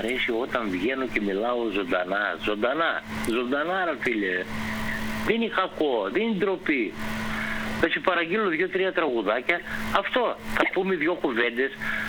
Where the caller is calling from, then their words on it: Epanomi, Central Macedonia, Greece; από την Επανομήθεια.